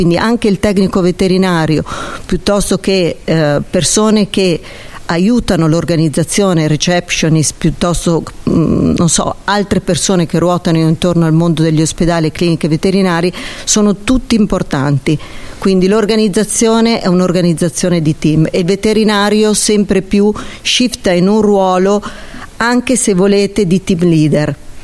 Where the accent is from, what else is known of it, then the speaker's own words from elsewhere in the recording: Lombardy, Italy; Io ho 2 anni e mezzo, sono di Cremonese e quindi abbiamo Santa Lucia.